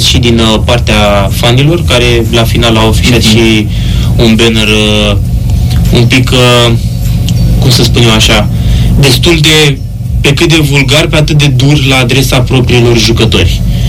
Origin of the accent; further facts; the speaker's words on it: Oltenia, Romania; suntem olteni, suntem până la urmă români